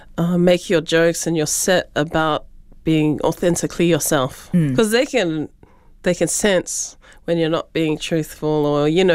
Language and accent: English; Auckland, New Zealand; we're all women, we're all Pacific, we're all from South Auckland